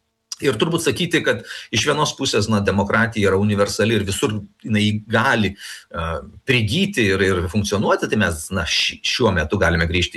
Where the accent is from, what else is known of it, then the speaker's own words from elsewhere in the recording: Pakruojis, Panevėžys County, Lithuania; Ar iš kur aš kilęs, aš iš Pakruojo